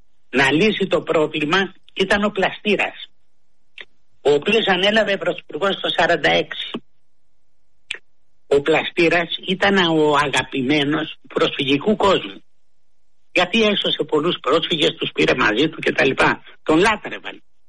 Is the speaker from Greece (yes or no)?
yes; Greece; Σαν Έλληνες πατριώτες